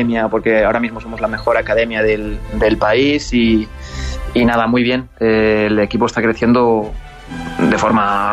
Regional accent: Spain

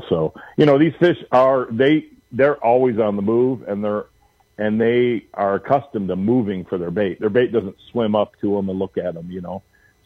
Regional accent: North Muskegon, Michigan, United States; I grew up on the Great Lakes, right? I grew up in Lake Michigan, out of North Muskegon, and, on the big water with my dad

